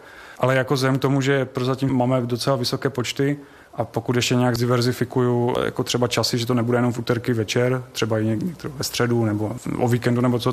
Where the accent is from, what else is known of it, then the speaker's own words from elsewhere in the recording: Moravian-Silesian Region, Czechia; o ten náš kraj